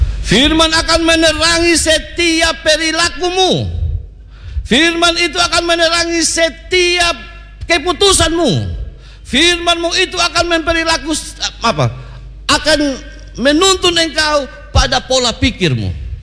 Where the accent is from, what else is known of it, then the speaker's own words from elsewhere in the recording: East Nusa Tenggara, Indonesia; Apalagi kita orang Alor, Selom, Alor, Pura, Selom, bagaimana?